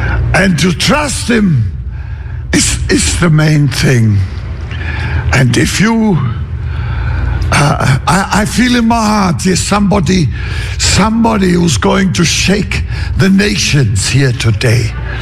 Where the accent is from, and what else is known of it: eastern Germany, Germany; now in United States